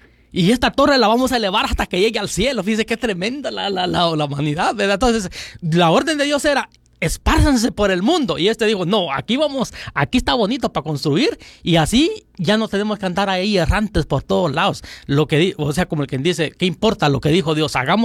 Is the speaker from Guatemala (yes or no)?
yes; Guatemala; moved away; yo soy de Guatemala, apenas lo que domino es un poco el español, porque a veces se nos olvida. Pero al inglés casi no le atino nada, apenas puedo decir ok, ¿verdad?